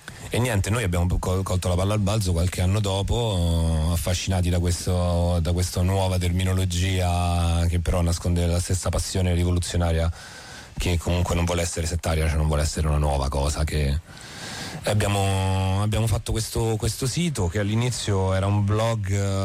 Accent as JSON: {"language": "Italian", "town": "Rome", "region": "Lazio", "country": "Italy", "tie": "born or raised there", "said": "crescendo a Roma insomma negli anni 2000"}